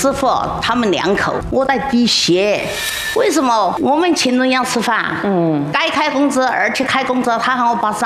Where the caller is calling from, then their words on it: Sichuan, China; 我们四川人都好少，